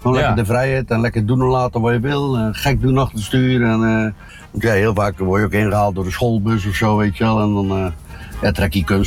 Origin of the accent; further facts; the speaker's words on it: Dordrecht, South Holland, Netherlands; 55 jaar. Geboren en getogen in Dordrecht.